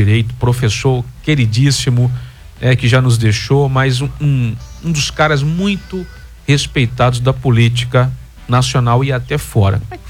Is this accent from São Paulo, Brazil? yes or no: no; Maceió, Alagoas, Brazil; born there; nasci em Maceió, tenho famílias em Rio Largo, cidade da região metropolitana